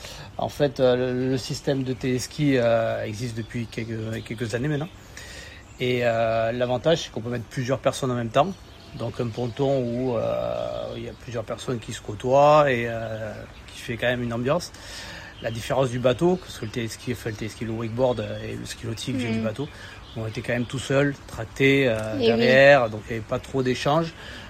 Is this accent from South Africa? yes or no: no; Perpignan, Occitanie, France; Je suis de Perpignan, ouais, donc j'étais sur le Barcarès.